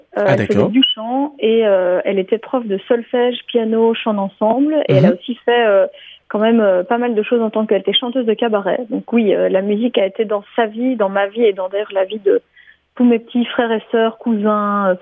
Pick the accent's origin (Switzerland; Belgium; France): Belgium; Brussels; Et je viens de Bruxelles. Je suis basée à Bruxelles, même si pour l'instant je suis pas mal ailleurs.